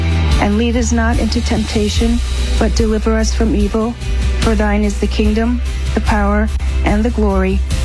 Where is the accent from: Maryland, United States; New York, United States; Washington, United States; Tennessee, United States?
Washington, United States; Renton; I'm from Renton, Washington.